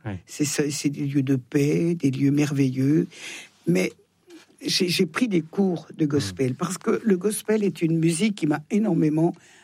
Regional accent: Thonon-les-Bains, Auvergne-Rhône-Alpes, France; born there; Je suis née à Thonon.

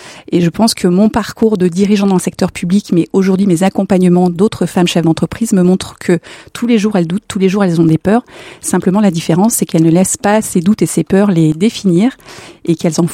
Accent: Bourgogne-Franche-Comté, France; Alors j'ai 49 ans, j'ai grandi en Bourgogne

